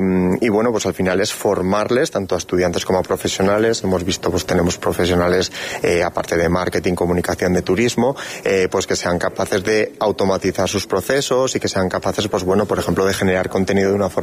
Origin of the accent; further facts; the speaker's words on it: Calatayud, Aragon, Spain; Yo soy de aquí, de Calatayud